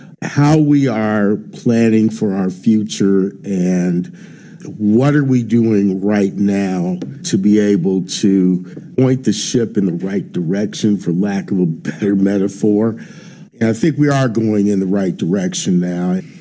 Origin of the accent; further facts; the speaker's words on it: Ohio, United States; moved away; When I was growing up in Ohio in the 70s and in the early 80s